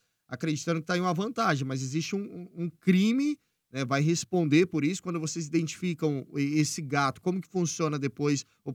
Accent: Londrina, Paraná, Brazil; eu como londrinense, como jornalista aqui também

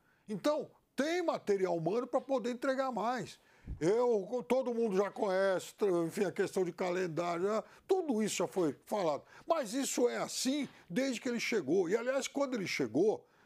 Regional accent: Araçatuba, São Paulo, Brazil; eu nasci em Araçatuba, e Araçatuba antigamente era conhecida como a terra do boi gordo e tal, né?

